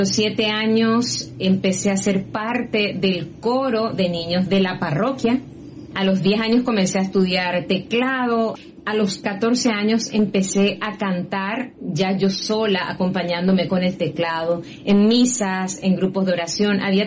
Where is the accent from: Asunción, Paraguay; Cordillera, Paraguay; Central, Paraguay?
Asunción, Paraguay; yo soy de Asunción, Paraguay. Desde chiquita ando por la iglesia, de la mano de mi mamá, quien inició su vida espiritual en los grupos de oración de la Renovación Carismática Católica.